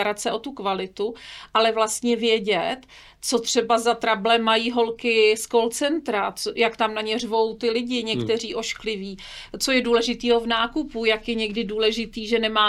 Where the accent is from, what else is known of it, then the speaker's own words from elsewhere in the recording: Studená, South Bohemian Region, Czechia; moved away as an adult; also born or lived in Prague; pocházím ze Studené, což je u Jindřichova Hradce